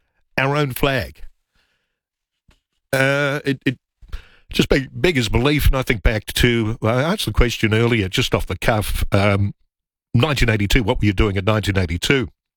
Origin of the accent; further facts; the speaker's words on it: Australia; born there; But I'm biased because I'm Australian and I was born here.